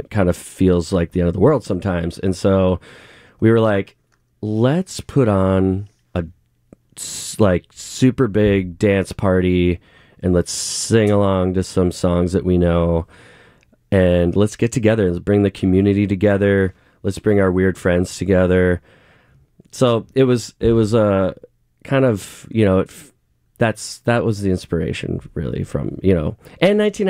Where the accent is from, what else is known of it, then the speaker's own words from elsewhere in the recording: Duluth, Minnesota, United States; But I grew up in Duluth